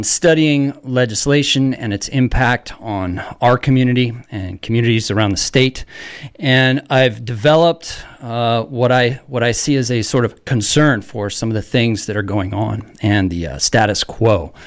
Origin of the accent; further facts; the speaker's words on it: Port Townsend, Washington, United States; I am a father, a son, and a neighbor with roots in the Olympic Peninsula. I was born and raised in Jefferson County, Port Townsend Jefferson General Hospital back in the 70s, and I've lived here my entire life.